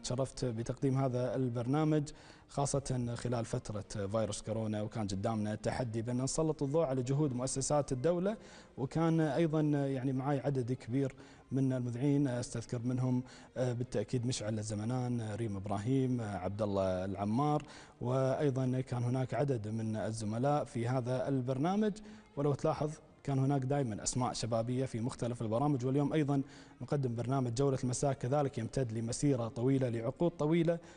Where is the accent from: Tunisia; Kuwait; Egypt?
Kuwait; accent: Kuwaiti; نتحدث بكل بساطة إلى المواطن الكويتي بلهجتنا الكويتية،